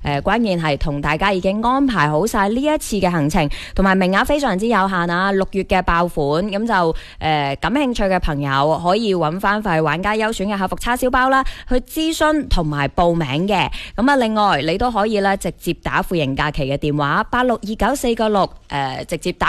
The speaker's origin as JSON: {"language": "Cantonese", "region": "Guangdong", "country": "China", "said": "啱唔啱我哋广东人口味先？"}